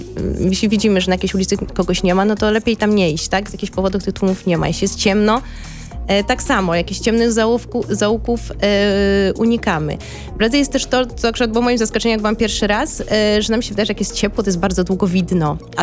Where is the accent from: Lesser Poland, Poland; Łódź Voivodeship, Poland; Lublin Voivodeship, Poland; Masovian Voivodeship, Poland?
Masovian Voivodeship, Poland; Warsaw